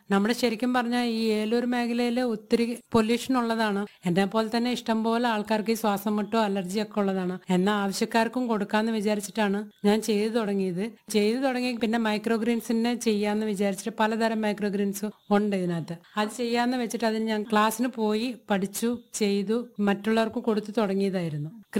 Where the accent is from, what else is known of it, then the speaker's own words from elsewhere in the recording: Andhra Pradesh, India; first language Tamil; Malayalam is a second language; moved away as an adult; now in Eloor, India; അല്ല, ജനനം കൊണ്ട് മലയാളിയല്ല. ഞാൻ ജനിച്ചു വളർന്നതൊക്കെ ആന്ധ്രയിലാണ്. പിന്നെ കല്യാണം കഴിച്ചിട്ട് വന്നത് കേരളത്തിലേക്കാണ്. ശരിക്കും എന്റെ മദർ ടാങ്ക് തമിഴാണ്.